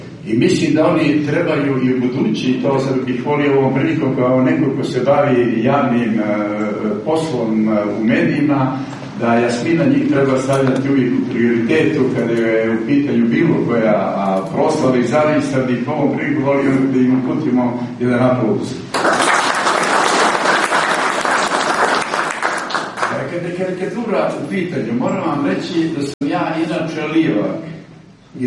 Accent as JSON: {"language": "Serbian", "town": "Podgorica", "country": "Montenegro", "tie": "born or raised there", "also_born_or_lived": "Berane", "said": "ja sam bukvalno porastao u Podgorici, a rođen sam u Beranama."}